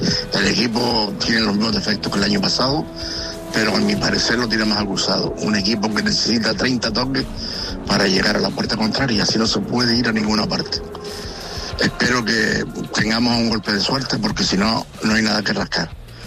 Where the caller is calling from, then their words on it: Canary Islands, Spain; Le llamo de Gran Canaria